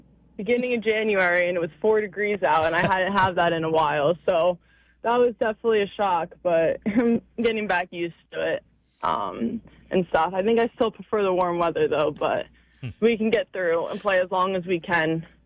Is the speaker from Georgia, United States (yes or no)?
no; New York, United States; growing up on Long Island, Stoya and our old coach Marissa, both from Long Island